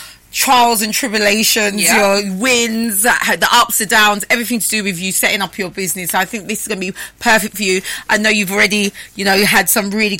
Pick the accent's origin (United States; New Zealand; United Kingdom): United Kingdom; Oldham, North West England; born there; moved away; I'm originally from Manchester.